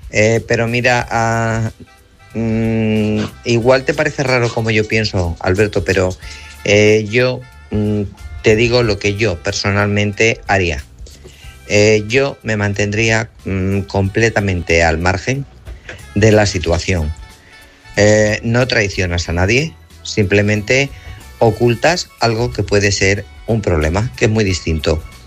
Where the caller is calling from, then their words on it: Guadalajara, Castilla-La Mancha, Spain; de Guadalajara.